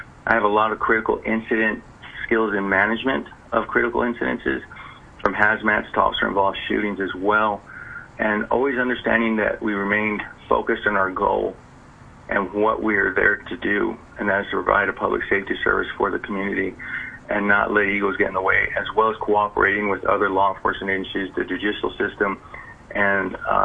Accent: Las Cruces, New Mexico, United States; I was born and raised here in Las Cruces. Family's been here since the 1850s.

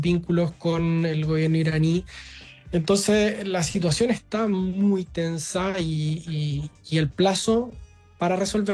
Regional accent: Chile

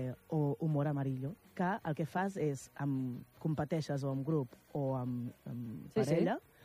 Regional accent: Els Hostalets de Balenyà, Catalonia, Spain; El meu poble, Hostalets de Balanyà, va participar-hi. Va participar-hi l'any 2001. Jo tenia 10 anys.

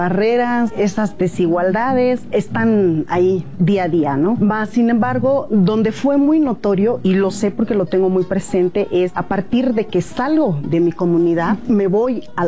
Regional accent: Mexico; first language Amuzgo; Spanish is a second language; De donde yo vengo, pensaba que se hablaba, en mi caso, que yo hablo el amuzgo, pensé que aquí también se hablaba.

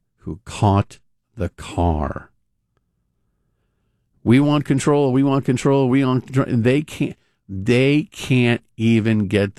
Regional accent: Flushing, New York, United States; also born or lived in Western Massachusetts; now in Rhode Island, United States; Christ, I'm from Flushing. You know, I came here from Western Mass, and one of the first things I did was try to learn the vernacular.

